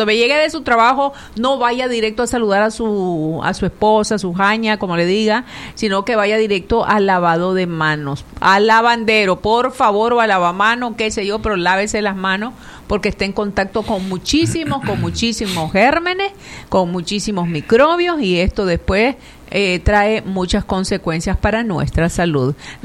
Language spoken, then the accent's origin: Spanish; Nicaragua